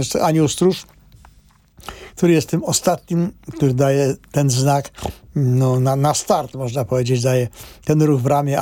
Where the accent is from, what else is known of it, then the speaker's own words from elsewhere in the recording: Kraków, Lesser Poland, Poland; jestem krakowianinem